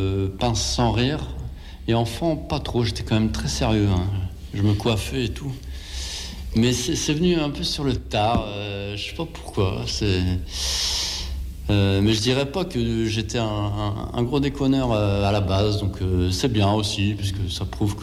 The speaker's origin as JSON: {"language": "French", "town": "Roubaix", "region": "Hauts-de-France", "country": "France", "tie": "born or raised there", "also_born_or_lived": "Lille", "said": "Moi, je viens de Lille."}